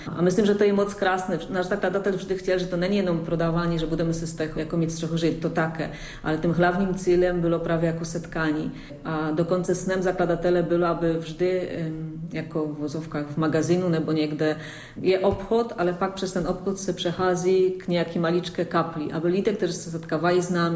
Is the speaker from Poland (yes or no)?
yes; Poland; Czech is a second language; now in Czech Republic; A tím, že je také už méně povolání, tak jsme všichni z Polska.